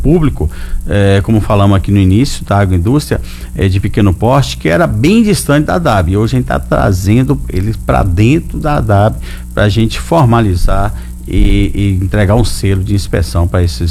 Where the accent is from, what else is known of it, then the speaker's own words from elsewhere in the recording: Iguaí, Bahia, Brazil; na minha terra, em Iguaí